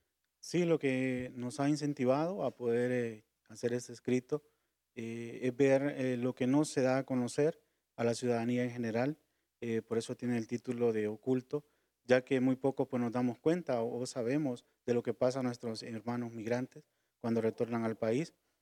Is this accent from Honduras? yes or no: yes; Honduras; muchos hondureños, católicos, cristianos de la denominación que podamos ser, en nuestras familias hay migrantes